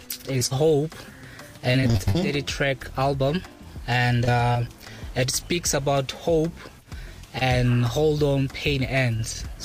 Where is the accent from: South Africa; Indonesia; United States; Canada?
South Africa; Kasi, Western Cape; How about I say Chronicle Deep and just bring it back to Kasi, because I'm a dude from Kasi.